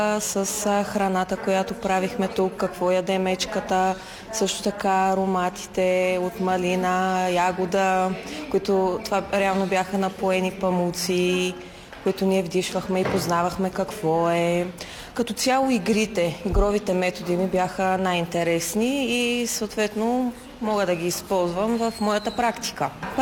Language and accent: Bulgarian; Krupnik, Blagoevgrad Province, Bulgaria; Да, от Крупник сме, да.